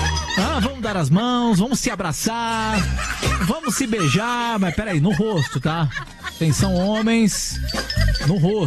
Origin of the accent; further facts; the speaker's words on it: Sorocaba, São Paulo, Brazil; Cara, eu sou de Sorocaba, não vem com essa não, hein, cara?